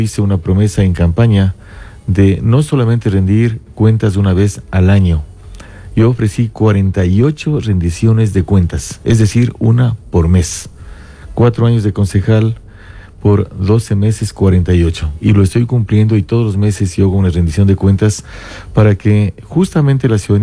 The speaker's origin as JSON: {"language": "Spanish", "town": "San Antonio de Ibarra", "region": "Imbabura", "country": "Ecuador", "said": "en mi caso de San Antonio de Ibarra, yo soy de San Antonio"}